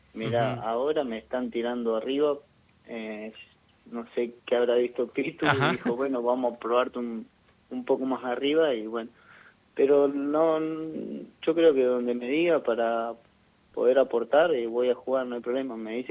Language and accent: Spanish; Chos Malal, Neuquén, Argentina; acá en mi pueblo no tengo que viajar, estoy con mi familia